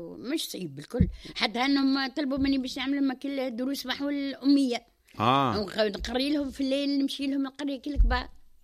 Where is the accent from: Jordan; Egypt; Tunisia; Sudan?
Tunisia; Ezzahra, Ben Arous; moved away; also born or lived in Tunis; قلت لك انا من زهره